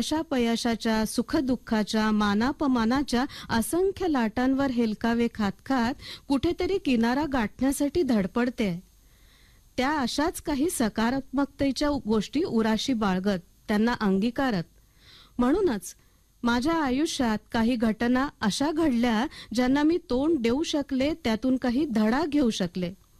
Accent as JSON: {"language": "Marathi", "town": "Nagpur", "region": "Maharashtra", "country": "India", "tie": "born or raised there", "also_born_or_lived": "Bilaspur, Chhattisgarh", "moved": "as an adult", "said": "माझं माहेर नागपूरचं, महाराष्ट्रातून एकदम छत्तीसगडमध्ये गेले. तेथील वातावरणात, संस्कृतीमध्ये प्रचंड तफावत. संपूर्ण मराठी वातावरणात वाढलेली मी मोडकं तोडकं हिंदी बोलत"}